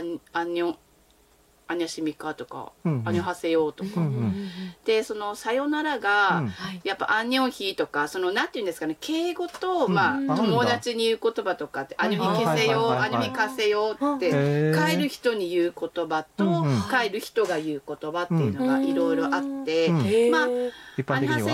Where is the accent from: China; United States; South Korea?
South Korea; やっぱり韓国人なので発音とかはやっぱりその辺の日本の方に比べると、まあハングルも習っていたので、いけると思う